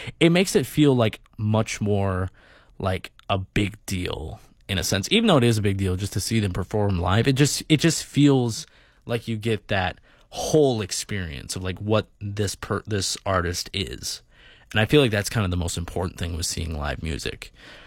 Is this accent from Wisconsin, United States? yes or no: no; Iowa, United States; I am from Iowa.